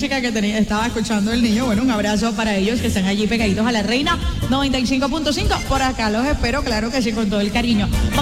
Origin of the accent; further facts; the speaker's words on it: Colombia; como buenos colombianos que nos sabemos levantar, que echamos pa'lante